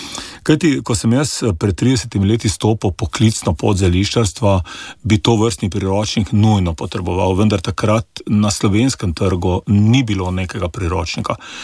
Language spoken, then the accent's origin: Slovenian; Celje, Savinja, Slovenia; Jaz sem blokovski otrok, jaz sem doma iz Celja